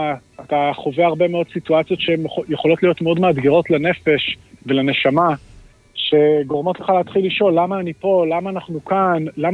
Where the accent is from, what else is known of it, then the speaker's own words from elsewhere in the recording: Herzliya, Tel Aviv District, Israel; היום אני בן 26, וגדלתי בהרצליה, בבית חילוני לחלוטין, בחינוך חילוני, בית ספר חילוני.